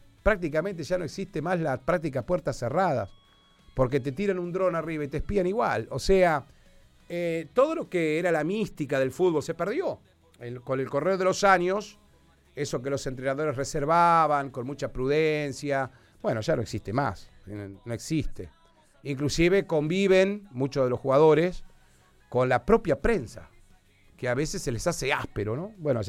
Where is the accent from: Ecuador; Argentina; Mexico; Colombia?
Argentina